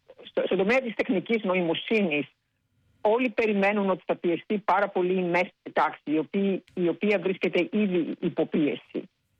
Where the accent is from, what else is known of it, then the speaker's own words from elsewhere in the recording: Greece; moved away; προέρχεται από την Ελλάδα, που προέρχεται από την πατρίδα μου. Και παρόλο που έχω φύγει τόσα χρόνια, έχω ακόμα ένα πολύ ισχυρό δεσμό με την Ελλάδα.